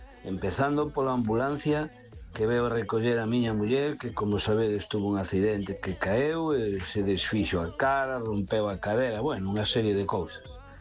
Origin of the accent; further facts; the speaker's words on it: A Coruña, Galicia, Spain; Boa noite … de Coruña.